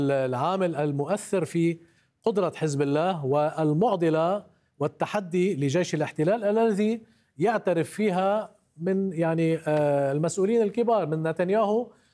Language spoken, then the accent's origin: Arabic; Roumine, Nabatieh Governorate, Lebanon; في قريتي تحديدا، واسمها رومين وهي قضاء النبطية.